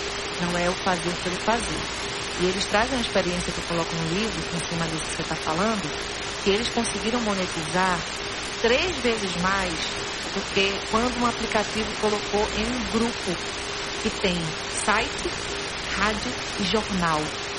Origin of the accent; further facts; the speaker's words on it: Pernambuco, Brazil; Sou pernambucana.